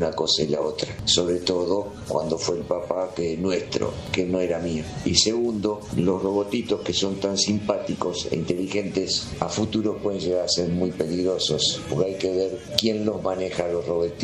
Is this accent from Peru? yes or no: no; La Plata, Buenos Aires Province, Argentina; Buenas tardes, equipo. … de La Plata y tengo...